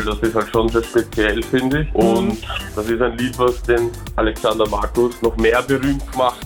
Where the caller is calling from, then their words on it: Gerersdorf, Austria; ich komme aus Gerersdorf